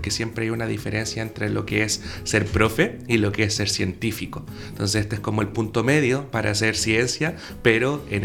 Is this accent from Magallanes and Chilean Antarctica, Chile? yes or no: no; San Bernardo, Santiago Metropolitan Region, Chile; Bueno, soy nacido y criado acá en San Bernardo.